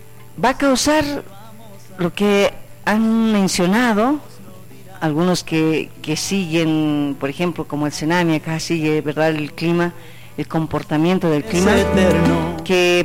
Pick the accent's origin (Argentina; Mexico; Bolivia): Bolivia; Somos todos los bolivianos.